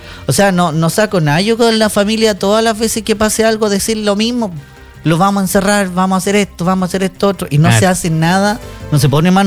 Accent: Chile; nos golpea a todos como chilenos

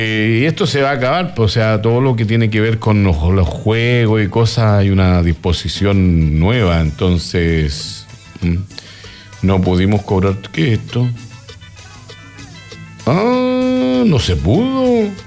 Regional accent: Angol, Araucanía, Chile; born there; Ay, mi Guacolda querida. Yo nací en Guacolda, nací en La Pampa Ingeniero.

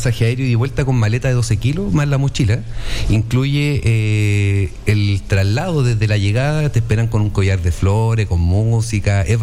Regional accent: Chile; pese a que somos chilenos y vamos a nuestra propia isla.

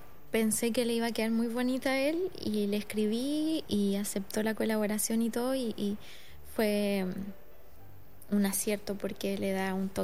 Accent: Valdivia, Los Ríos, Chile; ir con … a Valdivia a grabar el videoclip. Lo pasamos muy bien en mi ciudad natal, y también quería como encontrar la excusa perfecta para nombrar mi ciudad natal y contar de dónde vengo.

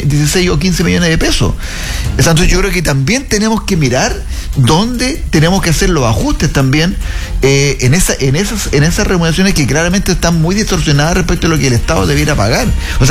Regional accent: Chile; Y eso es lo que tenemos que hacer todos los chilenos de bien nacidos.

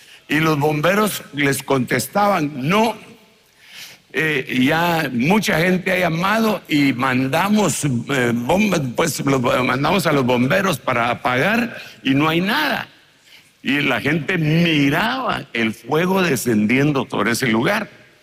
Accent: Guatemala; now in Chile; yo vengo pues de Guatemala

